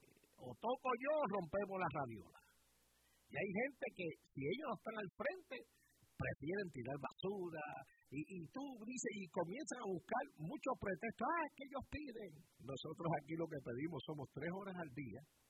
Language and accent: Spanish; Caguas, Puerto Rico; en el pueblo mío, cerquita donde yo me crié, en Río Caña, por el sector, se llama eso, La Ponderosa. Así que se llama, Giorgio, La Ponderosa en Cagua.